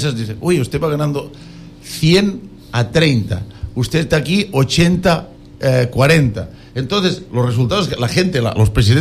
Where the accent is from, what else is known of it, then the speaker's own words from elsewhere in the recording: Catalonia, Spain; moved away; Yo soy de la Cataluña